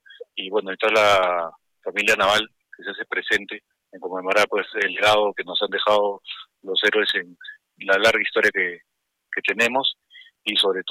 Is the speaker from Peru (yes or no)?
yes; Peru; Como todo peruano, queremos lo mejor para el país, ¿no?